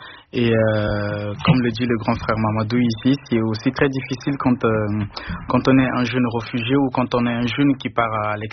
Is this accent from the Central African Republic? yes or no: yes; Central African Republic; quand on vient de Bangui ou dans notre pays